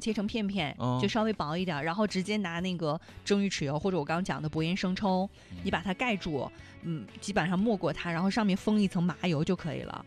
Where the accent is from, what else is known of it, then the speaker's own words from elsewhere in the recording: Hunan, China; 咱们湖南人